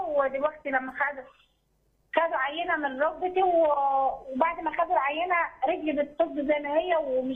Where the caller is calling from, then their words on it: Cairo, Cairo Governorate, Egypt; أنا من القاهرة